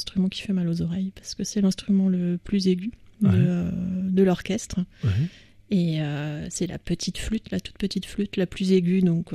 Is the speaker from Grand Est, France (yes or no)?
yes; Metz, Grand Est, France; born there; Je suis née à Metz, effectivement.